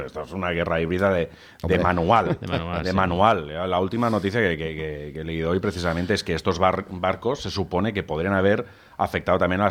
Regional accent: Spain; aquí los únicos que pagamos el pato por el cambio climático o lo que sea somos los gilipollas españoles, ¿no?

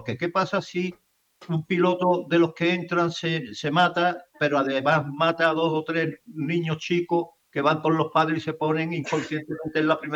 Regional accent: Cádiz, Andalusia, Spain; soy de aquí de Cádiz

